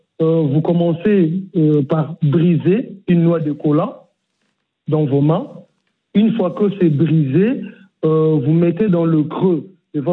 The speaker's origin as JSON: {"language": "French", "region": "Kinshasa", "country": "DR Congo", "tie": "born there", "said": "Je suis né à Kinshasa et mon grand-père venait du village."}